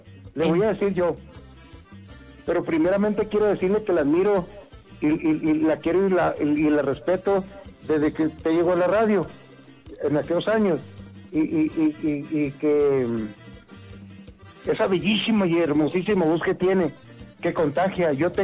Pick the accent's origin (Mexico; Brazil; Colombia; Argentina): Mexico; Carbó, Sonora; also born or lived in Querobabi, Sonora; nací en el pueblo de Carbó, Sonora, al cual amo y quiero con todo mi corazón.